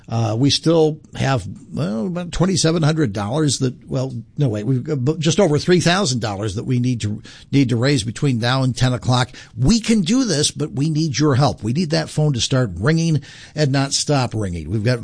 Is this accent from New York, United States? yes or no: no; Dowagiac, Michigan, United States; And I'm going to call out my hometown of Dowagiac, too.